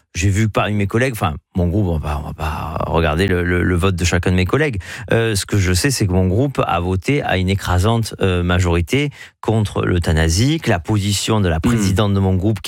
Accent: France; C'est en effet ce que nous, on dira en tant que Français, l'assimilation

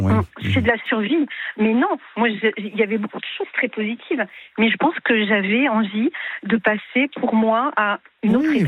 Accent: Grand Est, France; now in Gers, France; Moi, je suis originaire d'Alsace

